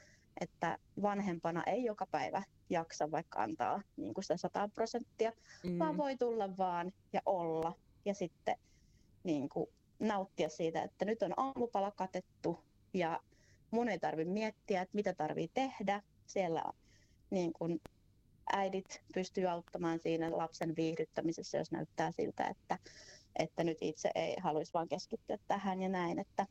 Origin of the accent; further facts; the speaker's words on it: North Karelia, Finland; meillä Pohjois-Karjalassa on kyllä tosi lämmin ja hyvä henki ja me ollaan hyvin rentoja